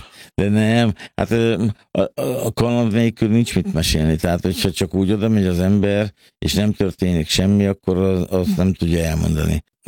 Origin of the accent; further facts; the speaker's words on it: Hungary; mi magyarok vagyunk